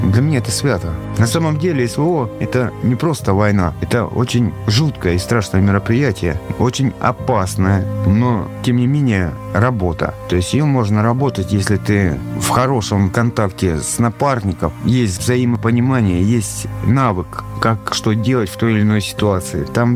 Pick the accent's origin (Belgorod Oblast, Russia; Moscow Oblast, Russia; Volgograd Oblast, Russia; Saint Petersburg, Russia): Belgorod Oblast, Russia; Я сам коренной житель Белгородской области, я люблю нашу землю, нашу природу, наших людей.